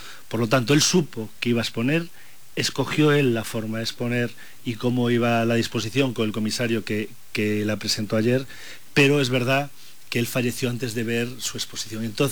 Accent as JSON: {"language": "Spanish", "region": "Galicia", "country": "Spain", "said": "como gallegos que fuimos pueblo emigrante, hay que recibir a todo el mundo de la mejor forma posible"}